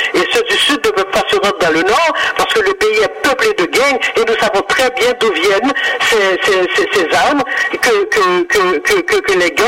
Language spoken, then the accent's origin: French; Haiti; Parce que je pense que quand on dit qu'on est Haïtien, cela importe une forte responsabilité.